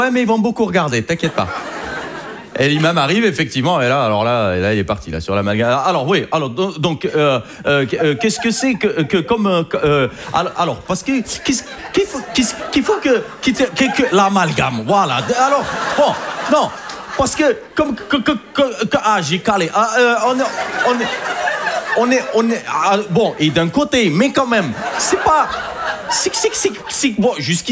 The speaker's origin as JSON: {"language": "French", "country": "Algeria", "said": "Je suis algérien. Je pense pas qu'il y en ait ce soir, d'ailleurs, des Algériens."}